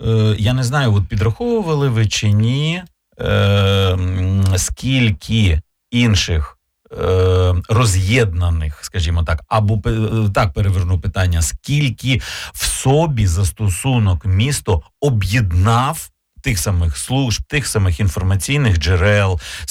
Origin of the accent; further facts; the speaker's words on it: Vinnytsia, Vinnytsia Oblast, Ukraine; ми, вінничани, ми, як патріоти свого міста, своєї міської територіальної громади